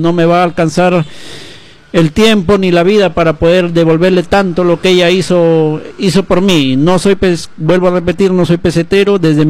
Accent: Piura, Peru; moved away; yo vengo de un pueblo de Piura, de extrema pobreza. Mi familia es modesta, tampoco puedo decir muy modesta, tampoco es de engañar acá, pero es modesta.

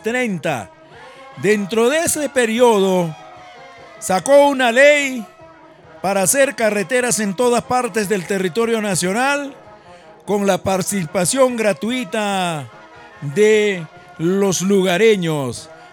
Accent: Ancash, Peru; la entrada de mi pueblo de Collahuasi

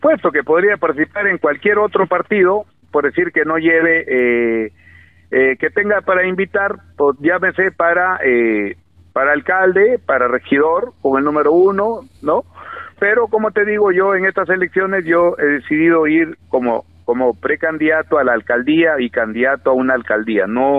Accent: Olmos, Lambayeque, Peru; born there; also born or lived in Tumbes; por el cariño que yo le tengo a mi pueblo, por haber nacido en mi pueblo, todo ese potencial quiero aplicarlo aquí en Olmos.

